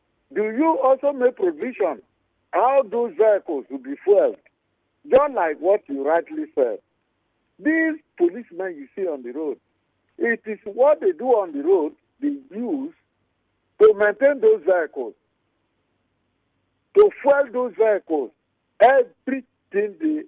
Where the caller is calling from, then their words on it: Nigeria; Good morning … from Oyibo. I've been waiting for this moment. I am a retired police officer.